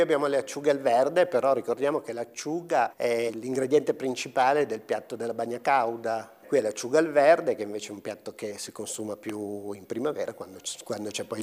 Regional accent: Montiglio Monferrato, Piedmont, Italy; Montiglio Monferrato, io direi solo il mio paese, ma è anche il paese dei miei nonni e bisnonni, trisnonni e quadrisnonni, quindi sono le mie radici.

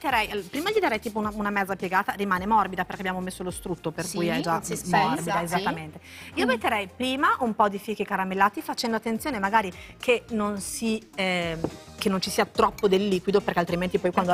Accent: Emilia-Romagna, Italy; Un po' più, perché siamo romagnoli

